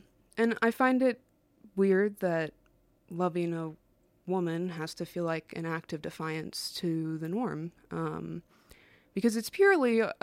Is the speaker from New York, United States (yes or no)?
no; Joplin, Missouri, United States; I'm actually from Joplin, Missouri.